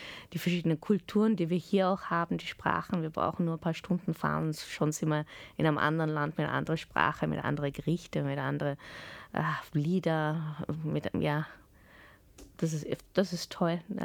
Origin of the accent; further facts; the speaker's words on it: Port Harcourt, Nigeria; also born or lived in Lagos; Und dann haben sie gefragt, wo ich aufgewachsen bin. Habe ich gesagt, eben Port Harcourt, Lagos und so weiter.